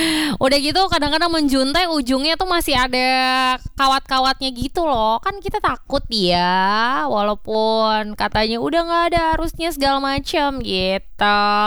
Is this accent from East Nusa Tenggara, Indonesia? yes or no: no; Jakarta, Indonesia; saya juga sebagai warga Jakarta ya